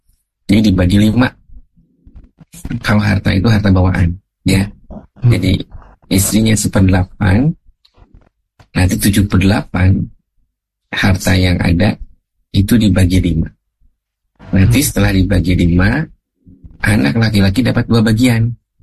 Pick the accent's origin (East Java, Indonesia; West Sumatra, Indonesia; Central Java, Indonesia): Central Java, Indonesia; Cilacap; Dekat saya, isi saya dari Cilacap juga, dari Majenak. Berdekatan sekali ya.